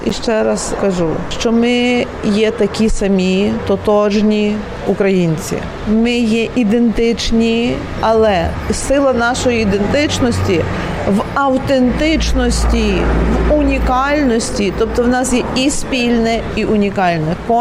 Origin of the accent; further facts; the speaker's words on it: Boryslav, Lviv Oblast, Ukraine; moved away; Я народилася в Бориславі. Борислав – це 100 кілометрів від Львова